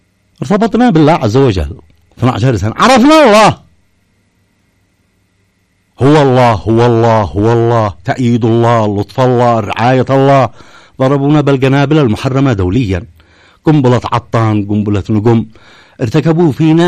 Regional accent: Yemen

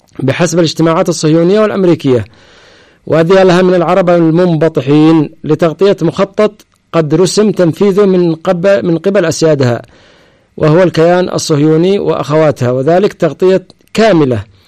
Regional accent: Taiz, Taiz Governorate, Yemen; moved away; 12 سنة ما دخلتش تعز، ما دخلتش بيتنا، معانا بيت ملكنا حقنا في تعز

